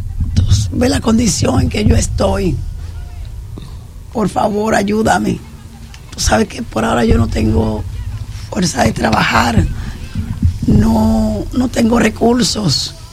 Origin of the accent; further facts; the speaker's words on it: Dominican Republic; nosotros como dominicanos